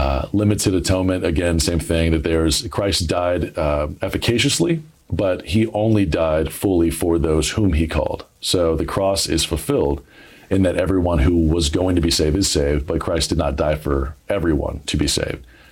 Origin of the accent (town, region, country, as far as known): Douglasville, Georgia, United States; born or raised there